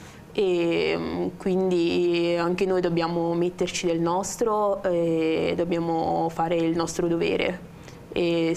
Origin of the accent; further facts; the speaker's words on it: Macerata, Marche, Italy; born there; io sono nata nel 1994 a Macerata e sono figlia di due genitori senegalesi, quindi sono di origine senegalese.